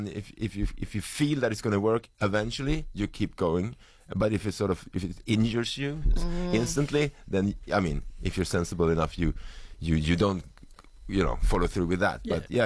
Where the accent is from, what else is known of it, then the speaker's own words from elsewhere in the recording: Sweden; English is a second language; Yeah, I'm from Sweden. I don't speak very good English.